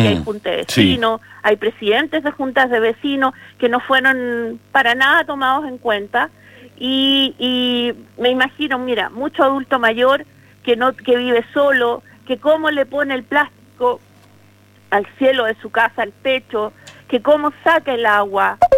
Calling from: Chile; todos somos chilenos, todos somos habitantes de este territorio

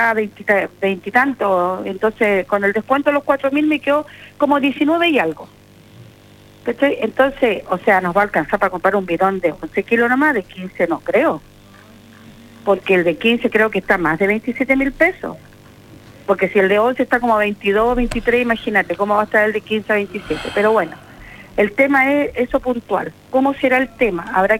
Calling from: Chile; somos chilenos

